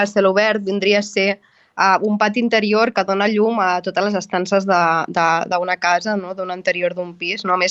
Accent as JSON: {"language": "Catalan", "town": "Vacarisses", "region": "Catalonia", "country": "Spain", "moved": "as an adult", "lives_now": "Barcelona, Spain", "said": "soc de Vacarisses."}